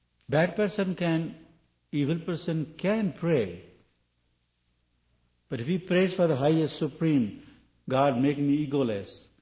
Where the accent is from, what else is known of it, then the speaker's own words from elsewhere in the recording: India; Not because I'm from India or Sanskrit knowing person a little bit